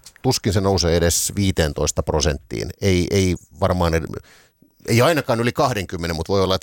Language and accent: Finnish; Helsinki, Uusimaa, Finland; täällä omassa kotikaupungissani Helsingissä